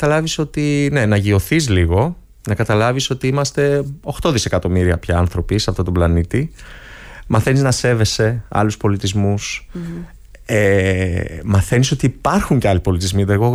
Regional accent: Greece; also born or lived in England; now in London, United Kingdom; φύγαμε εμείς από εδώ νομίζοντας, α, είμαστε Έλληνες

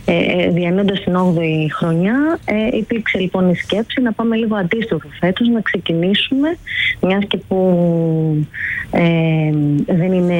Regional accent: Athens, Attica, Greece; moved away as an adult; now in Tinos, Greece; δεν μπορώ να σας πω ότι μου άρεσε ιδιαίτερα η Αθήνα ποτέ, παρότι γεννήθηκα και μεγάλωσα εδώ

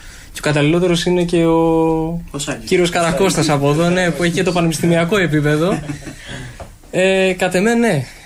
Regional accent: Samos, North Aegean, Greece; Ναι, είμαι εξ ολοκλήρου από τη Σάμο και από τις δύο πλευρές, ναι, των γονιών μου.

